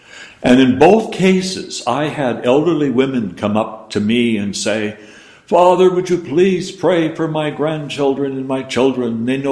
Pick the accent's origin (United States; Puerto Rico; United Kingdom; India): United Kingdom; Scotland; I'm a Scotsman, for gosh sakes. I am Orthodox, and I'm Russian Orthodox.